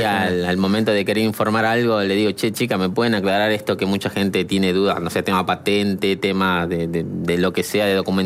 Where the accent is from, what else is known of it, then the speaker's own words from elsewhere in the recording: Salta, Argentina; yo soy de Salta